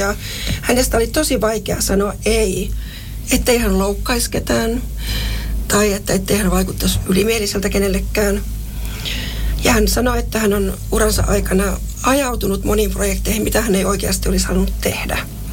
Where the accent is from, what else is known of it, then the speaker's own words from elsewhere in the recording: Lapland, Finland; Mä olen Lapista kotoisin. Ja puhutaan suoraan.